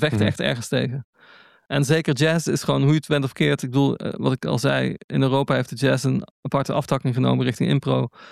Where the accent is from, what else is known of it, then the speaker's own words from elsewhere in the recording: Netherlands; En dat zeg ik wederom niet als Nederlander.